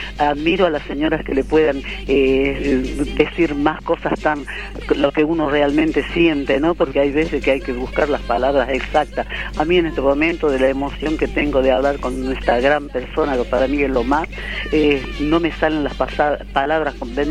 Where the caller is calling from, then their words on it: Frías, Santiago del Estero, Argentina; accent: tonadita santiagueña; Yo soy de Frías, provincia de Santiago del Estero, Frías.